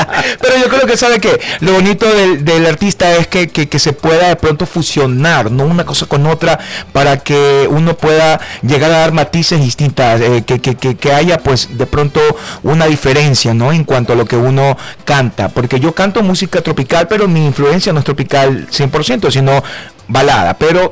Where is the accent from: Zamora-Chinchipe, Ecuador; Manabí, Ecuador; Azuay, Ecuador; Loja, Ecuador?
Manabí, Ecuador; El Carmen; Soy exactamente del Carmen Manabí, la puerta de oro